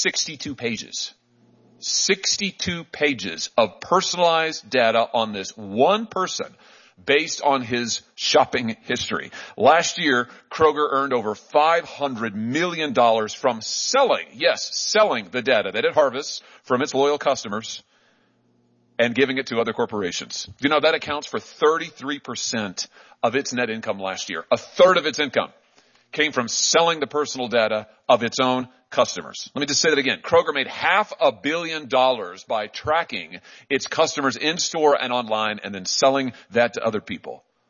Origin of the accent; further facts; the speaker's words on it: Missouri, United States; my home state of Missouri